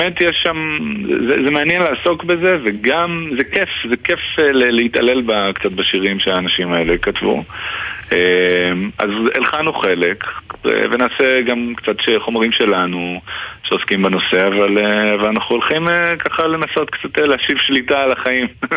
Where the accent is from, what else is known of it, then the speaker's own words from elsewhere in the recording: Jerusalem, Jerusalem District, Israel; לא, אני גדלתי בירושלים, ירושלים, כל הזמן, רגע לפני גאולה, אנחנו ממש מתורגלים בתחושה הזאת